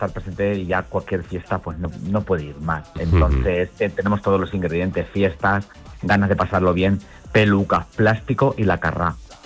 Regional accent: Albacete, Castilla-La Mancha, Spain; de aquí de Albacete.

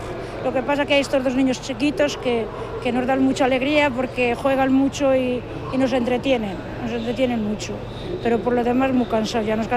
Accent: La Bodera, Castilla-La Mancha, Spain; pues como somos de la Bodera, pegando a Tienza

